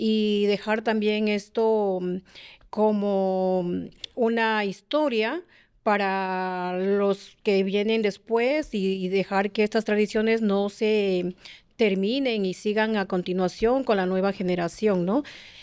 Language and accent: Spanish; Ecuador; Y pienso que nosotros como ecuatorianos debemos mantener esa tradición donde quiera que estemos